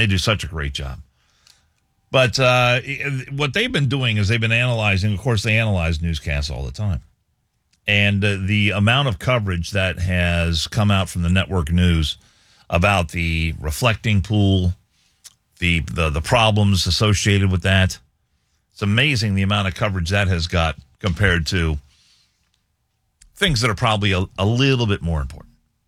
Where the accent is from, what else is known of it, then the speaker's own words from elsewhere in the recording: United States; being a kid growing up in Marymount